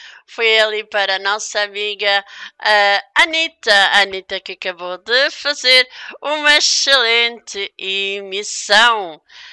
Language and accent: Portuguese; Madeira, Portugal; now in Barcelos, Portugal; para a Ilha da Madeira, para a minha terra natal, onde vi o nascer.